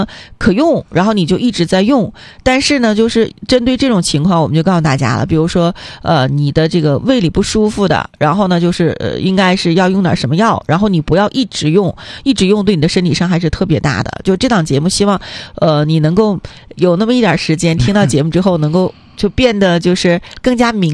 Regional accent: China; 就我们中国人习惯了，

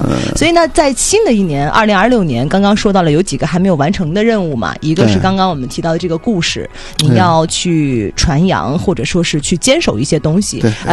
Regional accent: Northeast China, China; 把爱人爱到骨髓里，这才是咱们东北人一生的浪漫。

